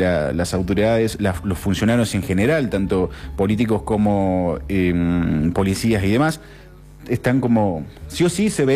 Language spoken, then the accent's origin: Spanish; Argentina; como argentino tenemos esta droga tan peligrosa